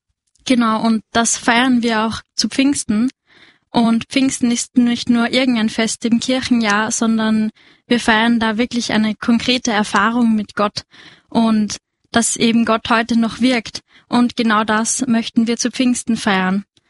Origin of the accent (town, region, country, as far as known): Lower Austria, Austria; now in Vienna, Austria